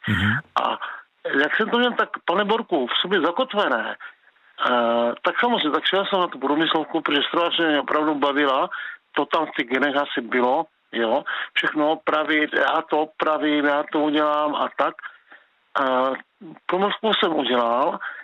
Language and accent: Czech; Uherské Hradiště, Zlín Region, Czechia; já jsem z Uherského Hradiště.